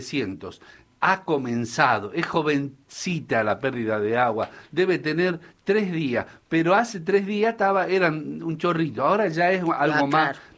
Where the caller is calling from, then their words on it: Argentina; Habemos gente pobre, Scaloni, somos argentinos de barrio La Lona. Somos pobres, somos sucios, somos indecentes y delincuentes, pero somos argentinos.